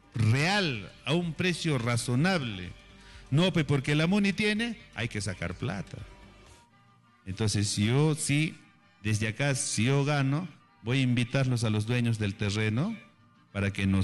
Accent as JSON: {"language": "Spanish", "town": "Yauya", "region": "Ancash", "country": "Peru", "tie": "born or raised there", "said": "Yo vengo del distrito de Yauya, de Maribamba. Yo tenía Yo vengo de una comunidad de Centro Poblado, Tupac Amaru II."}